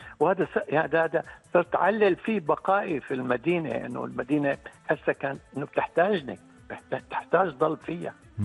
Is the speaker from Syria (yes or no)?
yes; Latakia, Latakia Governorate, Syria; بالمدينة طبعا مدينتي اللاذقية مدينة أنا يعني ممكن بقول انصلبت عليها وانتميت لها.